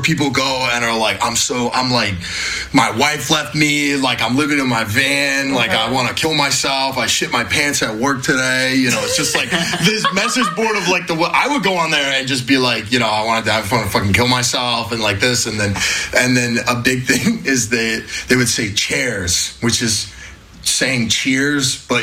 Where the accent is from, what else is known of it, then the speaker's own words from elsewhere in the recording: Brazil; I'm from Brazil.